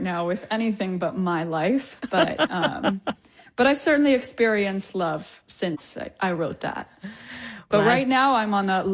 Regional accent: Iceland; Well, growing up in Iceland, which in hindsight feels like a fairy tale, but I think growing up there, I was like, oh, it's so cold and it's so dark.

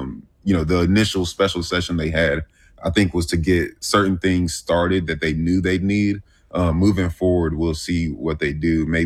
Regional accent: Florida, United States; now in Texas, United States; I'm from Florida

